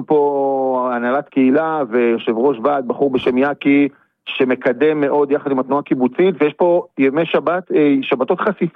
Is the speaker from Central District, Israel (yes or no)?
yes; Tzofit, Central District, Israel; born there; moved away as an adult; also born or lived in Jerusalem; now in Hanita, Israel; אני נולדתי בכלל בירושלים, ורוב חיי גרתי בכלל ממושב צופית, ליד כפר סבא בשרון